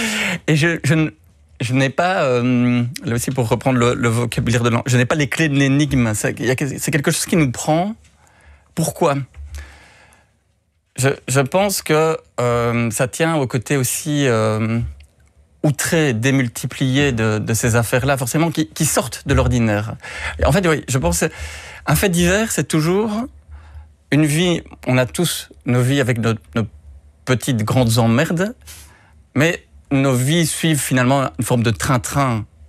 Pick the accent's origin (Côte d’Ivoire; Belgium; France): Belgium; chez nous, en Belgique